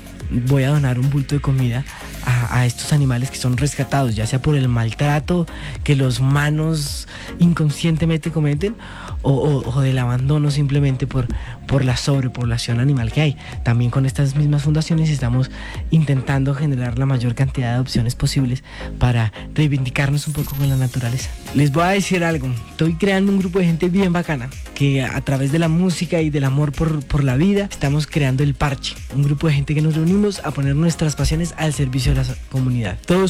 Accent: Colombia

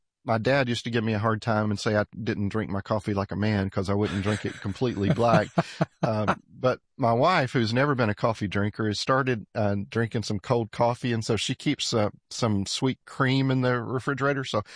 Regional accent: Fultondale, Alabama, United States; We lived in a little community north Birmingham called Fultondale

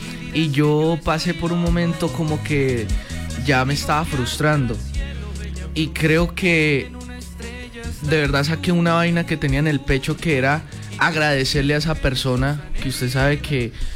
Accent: Huila, Colombia; moved away as an adult; now in Medellín, Colombia; en mi tierra, yo me fui de acá del Huila hace 9 meses, me fui a vivir a Medellín

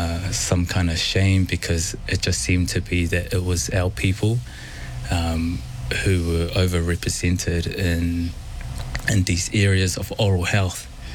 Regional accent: Onehunga, Auckland, New Zealand; You know, even though I grew up in Onehunga, a large portion of my family in South Auckland.

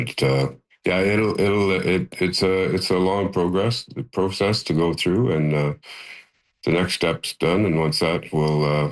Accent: Thessalon, Ontario, Canada; announce another school right here in my hometown of Thessalon for public school.

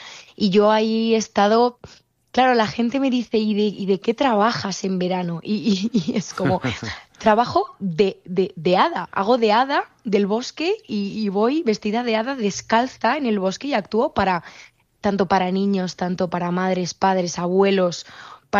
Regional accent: Colmenar Viejo, Community of Madrid, Spain; born there; moved away; also born or lived in El Bierzo; yo de pequeñita vivía con mi familia en Colmenar Viejo, Madrid. Yo soy madrileña y, bueno, ahora mismo me considero madrileña berciana.

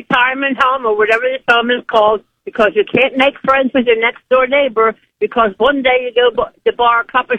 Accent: Philadelphia, Pennsylvania, United States; now in Milton, United States; I'm from Philly. I'm no Meemaw. But what? I live in Milton, Georgia

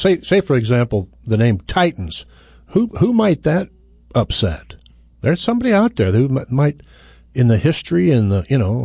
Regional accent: Ireland; Well, I'm Irish.

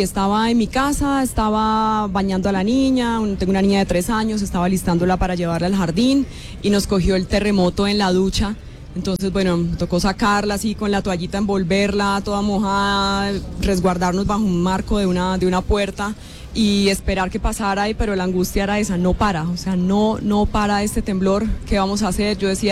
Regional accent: Bucaramanga, Santander, Colombia; moved away; Yo soy de Bucaramanga y por tanto muchos pensarán que estoy acostumbrada a los temblores por la Mesa de los Santos. Ajá. Tiembla mucho allá en mi ciudad

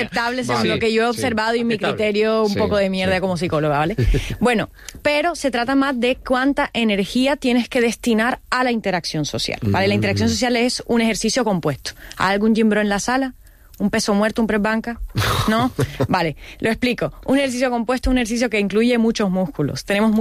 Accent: Caribbean coast, Colombia

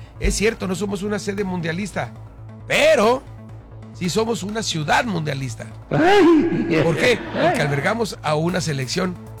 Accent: Tijuana, Baja California, Mexico; Yo, mis papás eran de fuera, güey, yo soy tijuanense de primera generación.

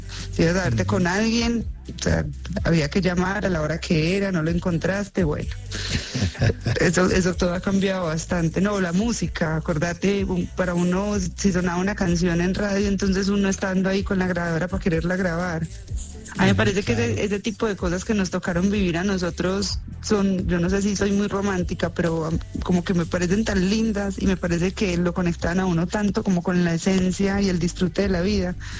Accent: Medellín, Antioquia, Colombia; Ser colombiana, haber nacido en Medellín, haber crecido en los ochentas, pues mi infancia en los ochentas

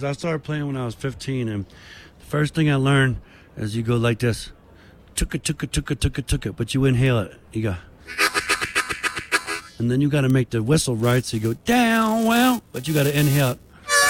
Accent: Philadelphia, Pennsylvania, United States; I grew up in Philadelphia, and, well, you know, it could be kind of rough sometimes

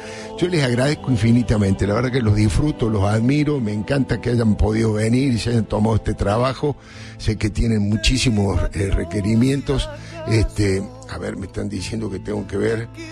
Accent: Córdoba, Argentina; Yo, como cordobés, le digo, y las chichis, también

